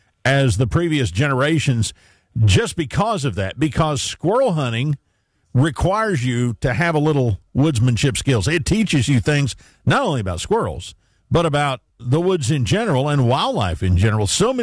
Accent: Virginia, United States; when I was growing up in Virginia, their season always opened on September 15th.

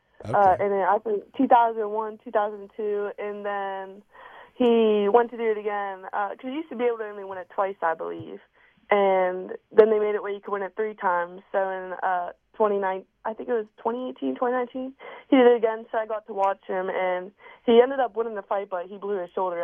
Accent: Powhatan Point, Ohio, United States; I used to live whenever I was little on the end of town, like getting towards Clarington on Beaumont Street. But now I live downtown, like by the water department.

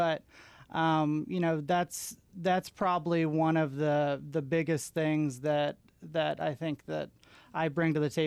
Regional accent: United States; So I'm from Lewis County. I grew up there.

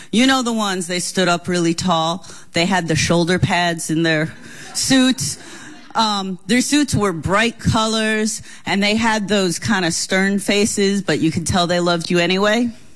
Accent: New York City, New York, United States; now in Milwaukee, United States; I'm not from around here. I grew up in Brooklyn, New York

